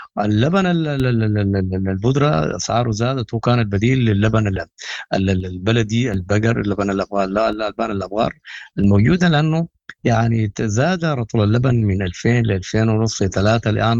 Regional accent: Sudan; الجانب المهم بانه نحن يعني كسودانيين الى متى تستمر هذه المعاناه.

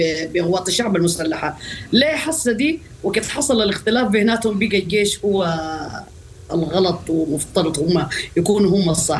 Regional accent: Sudan; أنا كسودانية

